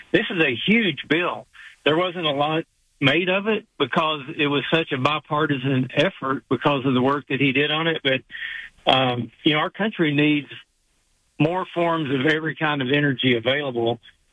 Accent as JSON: {"language": "English", "region": "the South", "country": "United States", "accent": "southern", "said": "You may need an interpreter for my southern accent"}